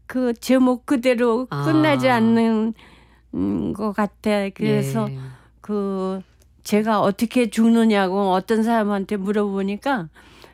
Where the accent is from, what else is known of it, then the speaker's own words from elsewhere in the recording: North Korea; born there; 내가 태어난 곳이 약수터인데 삼박 약수로 유명한 지금은 김일성 별장이 거기 있대요. 그렇게 그 정도로 경치가 좋은 데서 이제 태어났는데